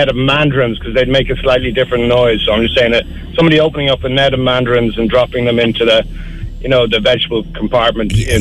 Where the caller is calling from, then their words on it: Dublin, Leinster, Ireland; Just Kilmacud in traffic.